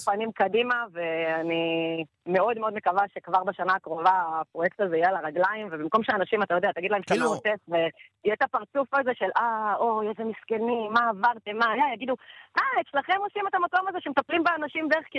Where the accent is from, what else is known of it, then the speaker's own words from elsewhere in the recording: Beit Arye, West Bank, Palestine; באנו לבקר את ההורים שלי בבית אריה. כאן גדלתי, כן